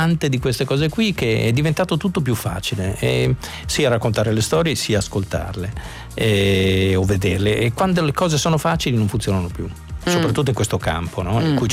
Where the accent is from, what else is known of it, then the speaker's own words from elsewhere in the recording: Emilia-Romagna, Italy; Dalle mie parti, in Romagna